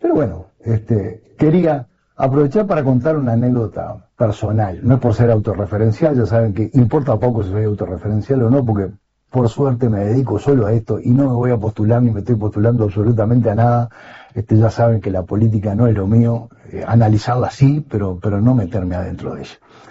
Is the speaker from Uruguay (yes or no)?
yes; Uruguay; me ofende a mí como uruguayo